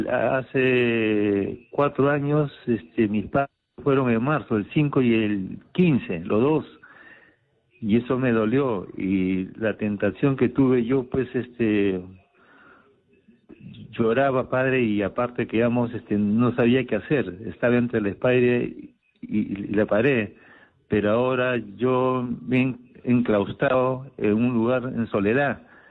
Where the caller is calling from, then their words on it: Lima, Peru; yo estoy llamando del Distrito Independencia, Urbanización Tahuantinsuyo.